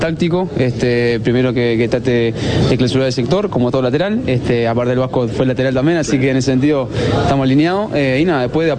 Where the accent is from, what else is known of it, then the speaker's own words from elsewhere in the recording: Uruguay; moved away as an adult; now in Argentina; soy uruguayo, soy extranjero